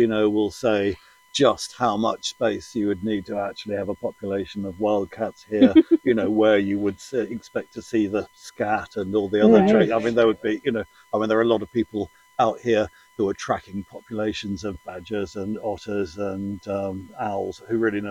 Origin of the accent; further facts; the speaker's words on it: South West England, United Kingdom; And I'm very struck as a Cornish person